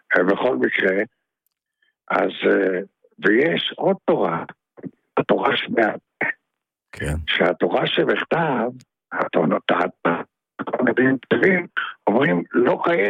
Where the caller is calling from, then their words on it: Tiberias, Northern District, Israel; אני מאזור טבריה